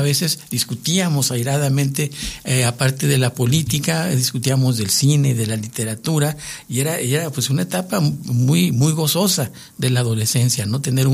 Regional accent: San Miguel de Cruces, Durango, Mexico; moved away; Para un joven de provincia que llega hasta la Ciudad de México, que viene de la Sierra de Durango, pues no es fácil el camino. Trae uno, San Miguel de Cruces, mi pueblo natal

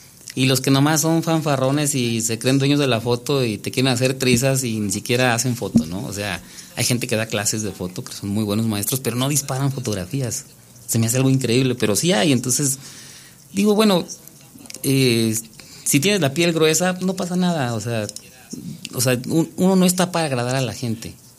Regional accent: Mexico City, Mexico; born there; Porque yo soy nacido en la Ciudad de México, pero aquí tengo viviendo 45, 47 años.

